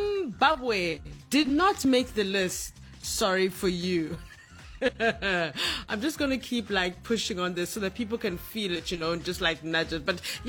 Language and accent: English; Uganda; Uganda, my home country, didn't make the list.